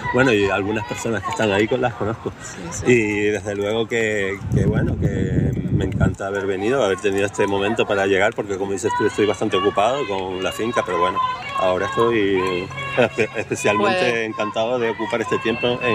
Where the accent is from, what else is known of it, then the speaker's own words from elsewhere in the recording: Tenerife, Canary Islands, Spain; a los que somos naturales de Tenerife o de las Islas Canarias